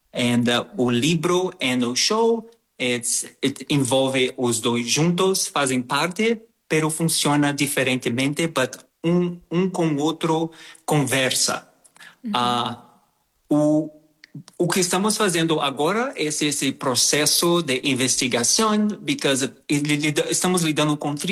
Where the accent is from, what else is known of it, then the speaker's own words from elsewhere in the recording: Brazil; Spanish is a second language; Y soy brasileño. Yo crecí asistiendo a telenovelas, telenovelas brasileñas, telenovelas mexicanas.